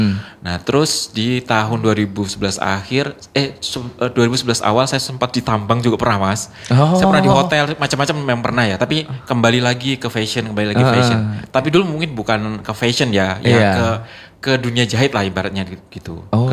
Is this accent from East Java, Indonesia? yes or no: yes; Pare, East Java, Indonesia; Saya kebetulan kan lahir di kampung Inggris Pare.